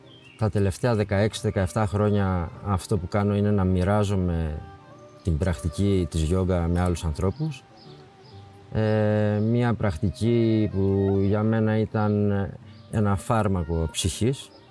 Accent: Houdetsi, Crete, Greece; also born or lived in Heraklion; Είμαι από το Χουδέτσι, ναι. Καταγωγή μου είναι από το Χουδέτσι. Έχω ζήσει αρκετά χρόνια στο Ηράκλειο και τα τελευταία 15 χρόνια ξαναμένω στο Χουδέτσι οικογενειακός πλέον, με την Ελένη και τον Ιάσονα.

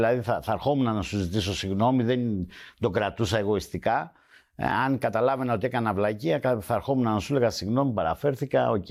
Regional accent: Agia Varvara, Attica, Greece; Στην πλατεία, στα Καμίνια, εκεί στην Αγία Βαρβάρα, εκεί που μεγάλωσα, ναι, παίζαμε μπάλα.

